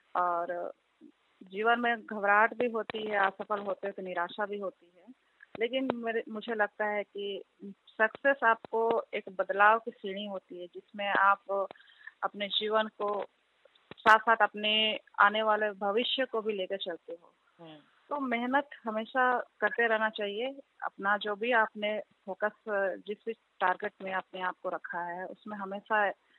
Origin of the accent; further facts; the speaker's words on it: Jharkhand, India; मैं विशेष रूप से कुमारडोंगी ब्लॉक पड़ता है मेरा, और मैं गांव पड़ता है मेरा दोहड़ी गांव से बिलोंग करती हूँ।